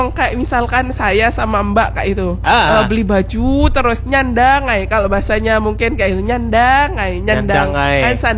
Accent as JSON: {"language": "Indonesian", "town": "Pasuruan", "region": "East Java", "country": "Indonesia", "tie": "born there", "said": "Enggak, saya bukan Madura. Saya orang ibu bapak saya pendatang, cuman saya lahir di Pasuruan"}